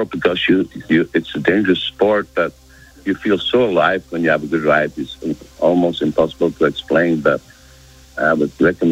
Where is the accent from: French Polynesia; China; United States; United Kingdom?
United Kingdom; Northern Ireland; now in Belgium; We come from Northern Ireland, but we started the business in Belgium long time ago in the 70s